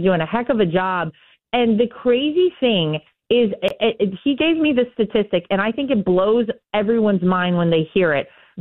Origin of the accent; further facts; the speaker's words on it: United States; We're so American